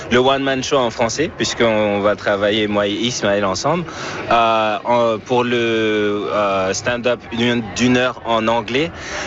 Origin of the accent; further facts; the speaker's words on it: France; now in Vancouver, Canada; mais en tant que Français qui est arrivé au Canada et tout ça